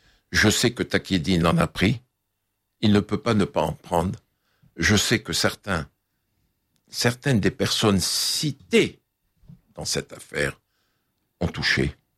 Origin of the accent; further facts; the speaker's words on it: Lebanon; Je suis Libanais. Je connais cet homme.